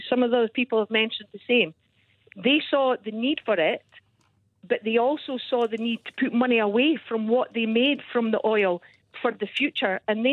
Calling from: Aberdeen, Scotland, United Kingdom; It's not just about the jobs in the northeast. I'm in Aberdeen. I see it. I see families.

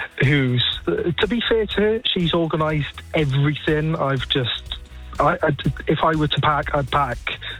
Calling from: Talybont-on-Usk, Wales, United Kingdom; I'm calling from Tallybont-upon-Usk, which is in Wales, near Brecon.

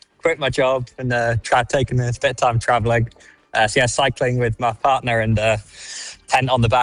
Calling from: Japan; I'm currently calling from Japan.

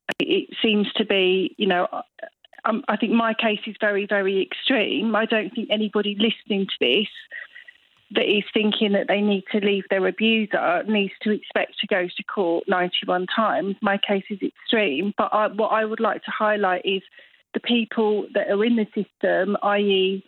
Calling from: Scotland, United Kingdom; I live in Eastern Barnshire.

